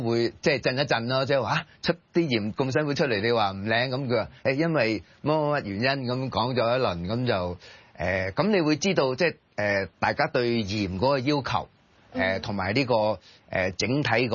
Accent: Hong Kong; 我係嚟自香港，佢哋好開心。

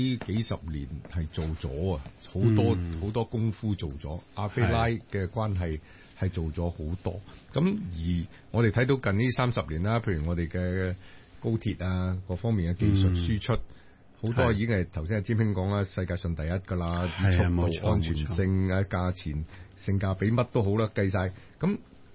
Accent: China; 咁成我哋中國人咪講囉，勝之都不武啦

